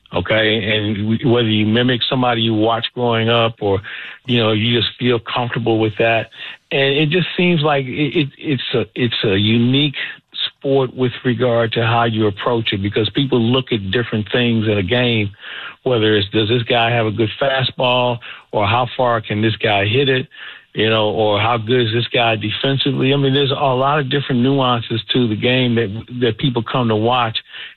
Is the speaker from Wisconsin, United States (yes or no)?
no; St. Louis, Missouri, United States; because I grew up in St. Louis, and I had the chance to listen to Harry Carey and Jack Buck and Mike Shannon and John Rooney